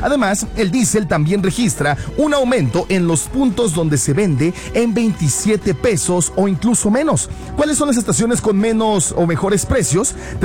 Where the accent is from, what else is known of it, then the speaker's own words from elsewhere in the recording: Mexico; Hombre, somos tremendos los mexicanos.